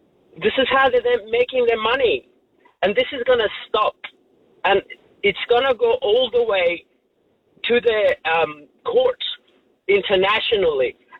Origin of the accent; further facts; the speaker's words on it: Iran; I'm from Persia. It's not Iran, it's Persia, the actual name.